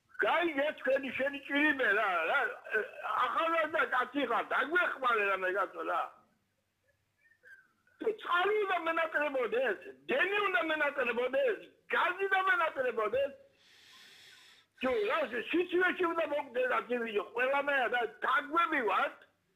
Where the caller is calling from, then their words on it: Batumi, Adjara, Georgia; ბათუმიდან ვარ.